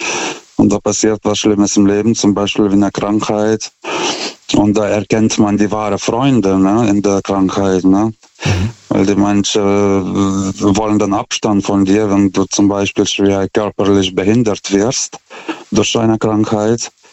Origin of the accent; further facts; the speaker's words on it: Lithuania; now in Germany; Ich komme ja ursprünglich aus Litauen. Ich bin erst 2006 nach Deutschland g